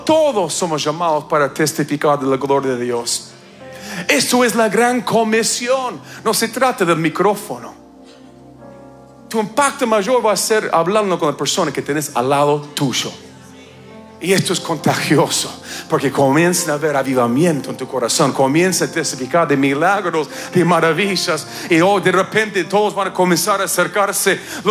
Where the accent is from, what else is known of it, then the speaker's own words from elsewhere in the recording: Canada; Yo vengo de Canadá, que hace un frío bárbaro.